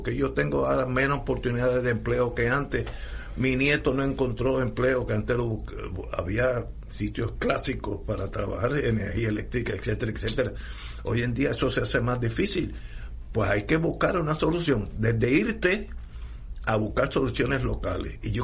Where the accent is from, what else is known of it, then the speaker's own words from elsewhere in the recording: Puerto Rico; en mi caso, yo no soy el único puertorriqueño, así que debe haber 88 de diferentes vertientes